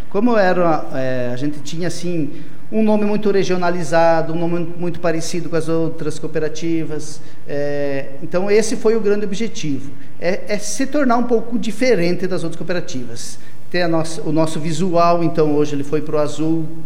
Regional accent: Iraceminha, Santa Catarina, Brazil; minha terra natal, Iraceminha

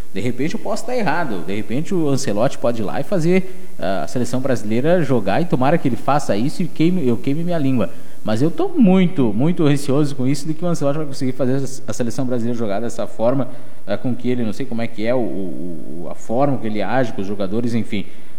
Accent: Brazil; eu como brasileiro

